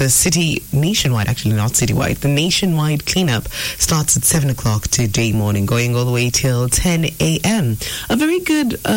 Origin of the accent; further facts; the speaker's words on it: Buganda, Uganda; I'm not even a Mutoro, but I feel like he was my king too. And I love my king because I come from Buganda.